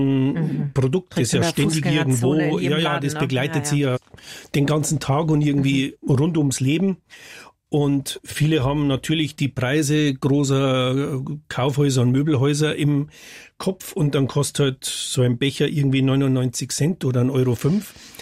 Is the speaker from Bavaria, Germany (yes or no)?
yes; Frauenau, Bavaria, Germany; born or raised there